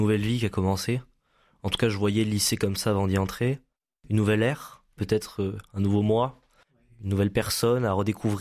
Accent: Montpellier, Occitanie, France; born there; also born or lived in Carcassonne / Lodève; j'ai été du coup dans plusieurs villes, donc Carcassonne, oui. Lodève, puis ici Montpellier. J'ai fait à Lodève, j'étais dans l'école Saint-Joseph.

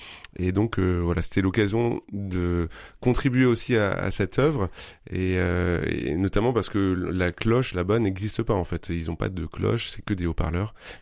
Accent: Normandy, France; Moi, je suis originaire du diocèse de Coutances.

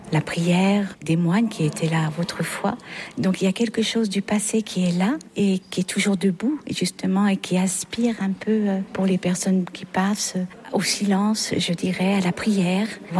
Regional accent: Ambronay, Auvergne-Rhône-Alpes, France; Je suis d'Ambronay, là c'est les petits-enfants.

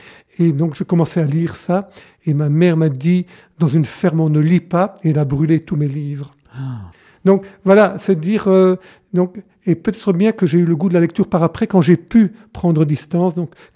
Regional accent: Pottes, Wallonia, Belgium; Alors, j'ai grandi où je suis né plutôt à Pothes. Donc, c'est une petite ville à quelques kilomètres de Tournai, dans le Tournaisis, donc. Et mes parents étaient fermiers, paysans, comme on dit. Et donc, je suis né en 1952

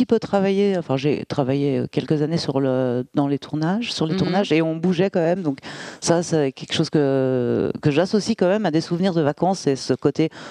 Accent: Brussels, Brussels-Capital Region, Belgium; now in Liège, Belgium; Moi, je viens de Bruxelles de base.

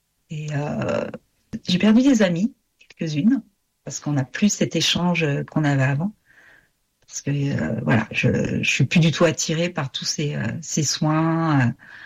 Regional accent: Pays de la Loire, France; Ulrich, c'est le pasteur de l'église que l'on a chez nous en Vendée.

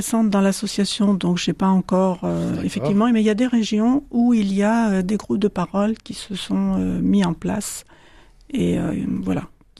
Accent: Niort, Nouvelle-Aquitaine, France; On m'a dit, ah bon, tu viens d'où? De Niort. Ah, mais on n'a personne à Niort.

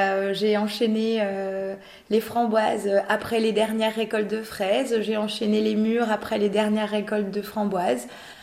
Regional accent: France; moi j'ai grandi en HLM à Bourg, dans un quartier clairement défavorisé.

